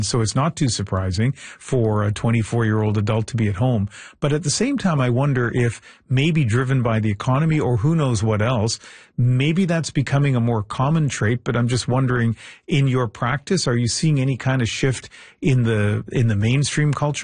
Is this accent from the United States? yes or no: no; New Brunswick, Canada; But when I think of PEI, and I grew up next door in New Brunswick